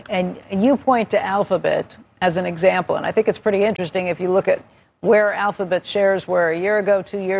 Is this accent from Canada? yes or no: yes; Canada; as a Canadian